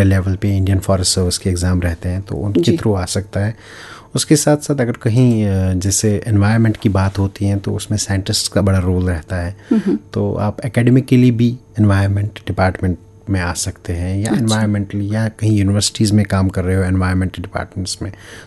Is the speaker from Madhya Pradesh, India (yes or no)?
no; Bandipora district, Jammu and Kashmir, India; born there; moved away as an adult; now in Srinagar, India; आज कुपवाड़ा में बहसे थी डीएफओ काम कर रहा हूँ तो कुपवाड़ा में रुकना पड़ रहा है, बट जो मेरी पैदाइश है वो डिस्ट्रिक्ट भांडीपोरा से ही है।